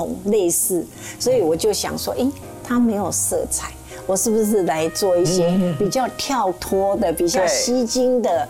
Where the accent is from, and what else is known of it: Taiwan; moved away